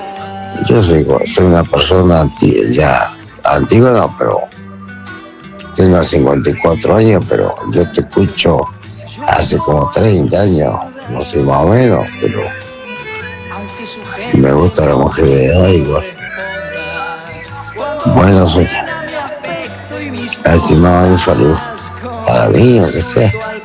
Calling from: Pico Truncado, Santa Cruz, Argentina; yo te escribo acá del sur. Del sur de Pico Truncado

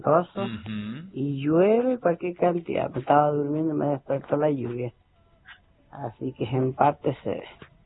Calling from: Rama Caída, Mendoza, Argentina; Acá yo vivo en Ramacay

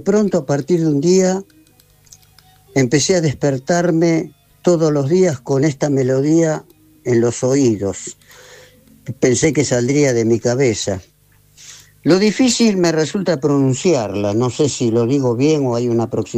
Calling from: Buenos Aires, Argentina; de Monte Castro.

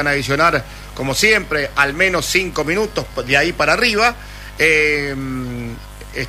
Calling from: San Lorenzo, Santa Fe, Argentina; Hola, Nacional … de San Lorenzo, Santa Fe, ahí cerca de Rosario.

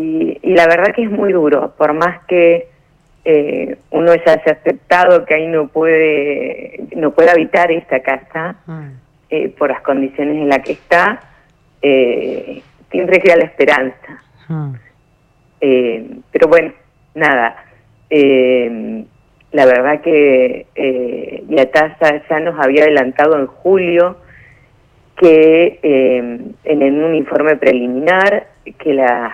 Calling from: Argentina; yo vivo en Los Tilos desde el año 2005, si no me equivoco. Fui la segunda en ir a habitarlo, cuando todavía el barrio no estaba listo

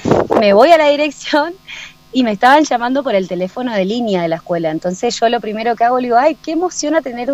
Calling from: Río Colorado, Río Negro, Argentina; Sí, yo soy de Río Colorado, somos provincia de Río Negro

